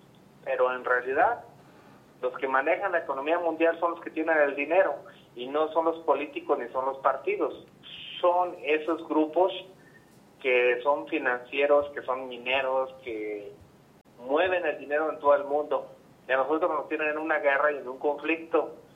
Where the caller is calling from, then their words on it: Valparaíso, Zacatecas, Mexico; De aquí de Valparaíso.